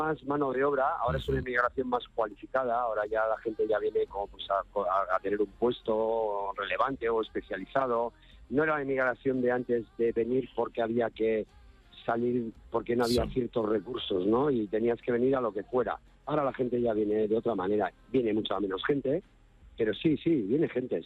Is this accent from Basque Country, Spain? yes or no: yes; Bilbao, Basque Country, Spain; born there; eu son fillo de galego, neto de galegos, bisnieto de galegos, pero nací en Bilbao.